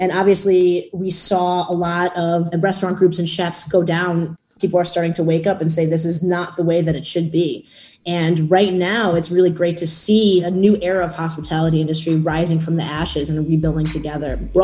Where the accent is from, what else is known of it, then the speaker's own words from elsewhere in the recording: Chicago, Illinois, United States; also born or lived in Washington, D.C.; I grew up in Lincoln Park. It was beautiful. It was just like tons of parks. I grew up really close to the beach. I went to public school.